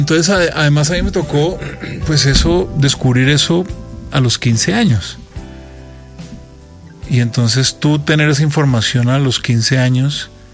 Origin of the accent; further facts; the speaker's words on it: Ibagué, Tolima, Colombia; Pero es que yo recuerdo de niño estar en Ibagué y ver un avión en el cielo y decir... Ese es mi papá.